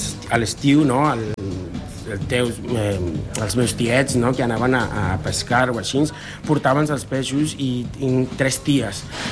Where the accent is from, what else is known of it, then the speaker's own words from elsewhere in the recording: Mexico; Catalan is a second language; moved away; per exemple, que jo soc mexicà, visc aquí fa 12 anys